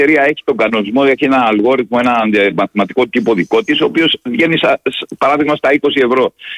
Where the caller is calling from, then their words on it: Rhodes, South Aegean, Greece; σαν Ροδίτης. Δηλαδή λυπάμαι τον τόπο μου.